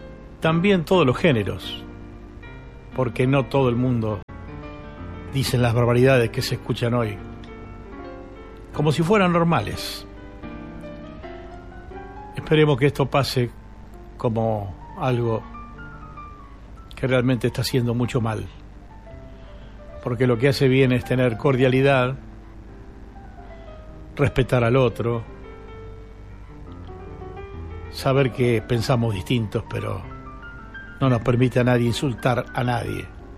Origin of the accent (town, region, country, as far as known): Argentina